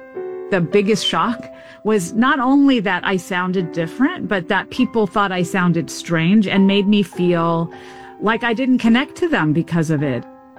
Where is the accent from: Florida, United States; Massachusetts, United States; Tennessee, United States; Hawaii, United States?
Tennessee, United States; Memphis; I grew up in Memphis, Tennessee, definitely an accented place that was aware of its accent. All my formative accent years were there